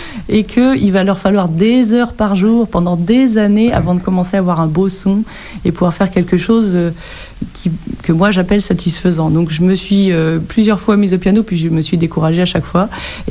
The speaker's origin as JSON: {"language": "French", "region": "Normandy", "country": "France", "said": "Je suis originaire de Normandie."}